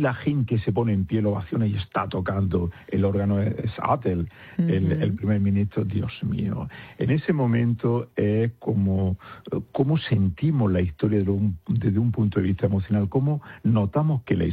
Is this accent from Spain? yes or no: yes; Jaén, Andalusia, Spain; born there; yo, por haber nacido en Jaén, digamos